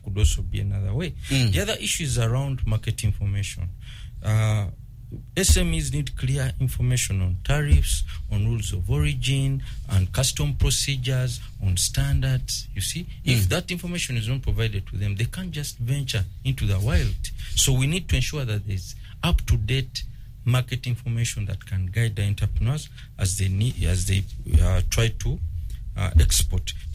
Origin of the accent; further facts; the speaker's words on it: Uganda; As Uganda, you know, we are majority English speaking.